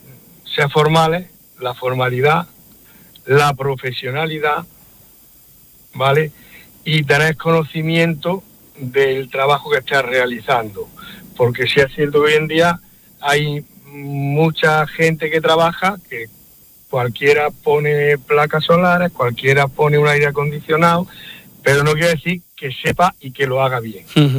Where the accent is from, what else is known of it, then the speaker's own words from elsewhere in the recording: Porcuna, Andalusia, Spain; en mi pueblo, en Porcuna.